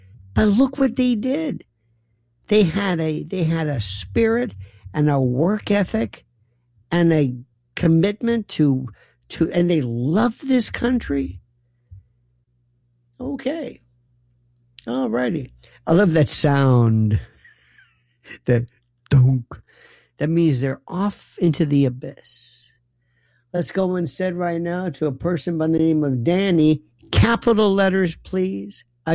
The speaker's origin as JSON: {"language": "English", "region": "Florida", "country": "United States", "said": "I'm originally from Florida where we had Cubans in the Mariel boat lift in the 80s."}